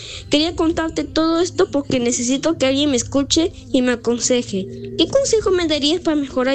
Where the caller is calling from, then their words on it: Lima, Peru; Tengo 11 años y vivo en Lima.